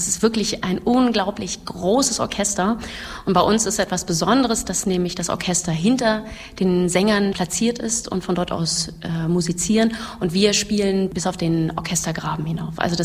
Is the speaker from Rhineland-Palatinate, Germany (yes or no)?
no; Berlin, Germany; also born or lived in Weimar; now in Halle, Germany; bin ich gebürtige Hallenserin, weil ich eben, wie schon gesagt, hier im Kröllwitzer Krankenhaus geboren wurde, war aber dann eine ganze Weile nicht hier, weil ich in Berlin dann weiterhin groß geworden bin, studiert habe und mich der Zufall nach Halle zurückgebracht hat.